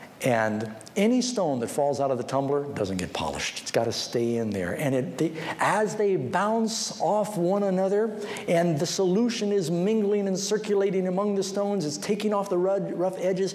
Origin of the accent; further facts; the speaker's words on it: New York, United States; I get the dumbest questions of people hear that I was from New York.